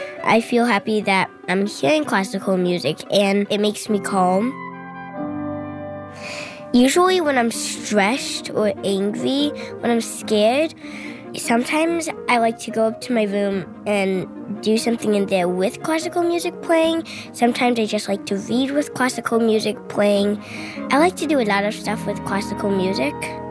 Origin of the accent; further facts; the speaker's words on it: New Hyde Park, New York, United States; I'm from New Hyde Park in Long Island, and I'm a proud member of WQXR.